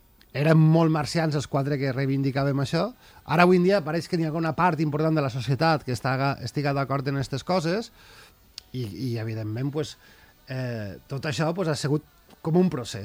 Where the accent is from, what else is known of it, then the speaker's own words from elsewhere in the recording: Pego, Valencian Community, Spain; som de Pego i és una cosa que ens estira molt